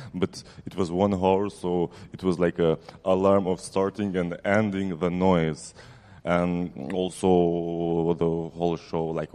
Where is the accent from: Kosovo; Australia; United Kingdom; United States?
Kosovo; Prizren, Prizren District; hello, I'm from Prizren.